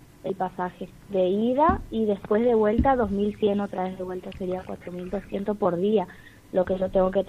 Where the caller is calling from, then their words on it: Margarita Belén, Chaco, Argentina; Soy de Campo Rossi Sur, del campo, digamos. Soy del campo Rossi Sur.